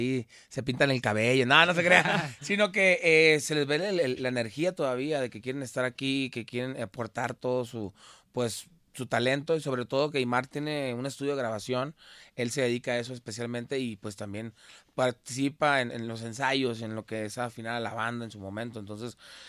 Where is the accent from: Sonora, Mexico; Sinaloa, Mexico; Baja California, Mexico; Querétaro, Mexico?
Sinaloa, Mexico; Mazatlán; Es que venimos de Mazatlán, es un clima extremadamente caliente.